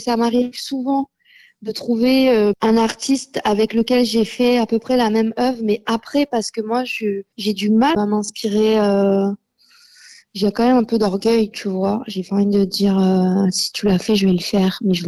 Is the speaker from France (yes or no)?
yes; Sanary-sur-Mer, Provence-Alpes-Côte d'Azur, France; also born or lived in Toulon; Oui, je suis née à Toulon, j'ai grandi à Sanary.